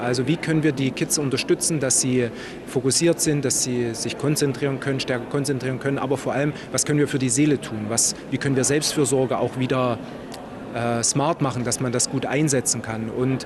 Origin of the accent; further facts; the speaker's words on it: Schwarzenberg, Saxony, Germany; ich stamme aus Schwarzenberg, aus dem Erzgebirge und ich bin selbst Psychologe, habe in Chemnitz studiert